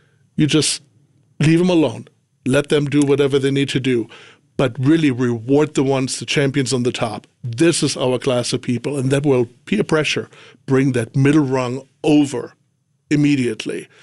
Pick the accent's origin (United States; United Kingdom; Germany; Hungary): Germany; accent: West Texas; you probably hear that from my West Texas accent. I didn't grow up over here. I grew up in Germany. I lived there for 20 years.